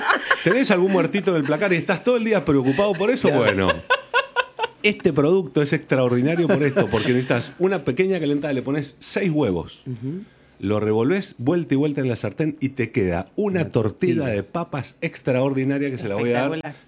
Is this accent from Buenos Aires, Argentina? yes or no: no; Mendoza, Argentina; A mí me costó muchísimo como mendocino comer todo lo que venga de mar.